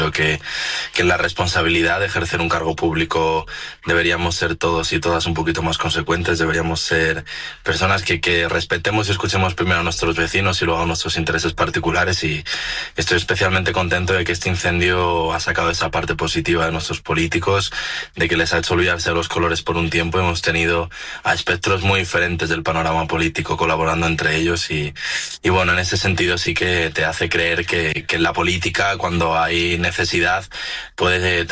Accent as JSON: {"language": "Spanish", "town": "Navalacruz", "region": "Castile and León", "country": "Spain"}